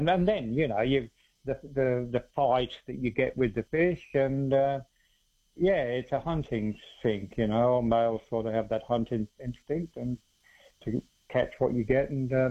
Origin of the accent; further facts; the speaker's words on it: New South Wales, Australia; So yeah, we grew up in the Illawarra, and I done all my fishing there.